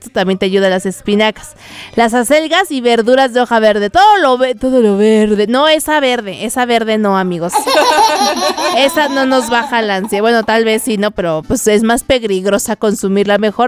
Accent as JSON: {"language": "Spanish", "country": "Mexico", "said": "Soy puro mexicano, nacido en esta tierra. Ay, así, a mí sí me encanta"}